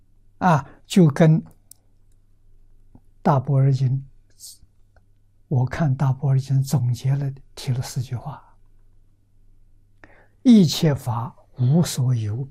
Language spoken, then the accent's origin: Chinese; China; 我们中国人